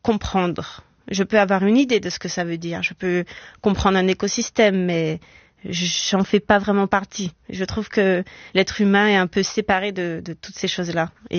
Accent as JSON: {"language": "French", "country": "Guadeloupe", "said": "peut-être que c'est parce que je viens de Guadeloupe."}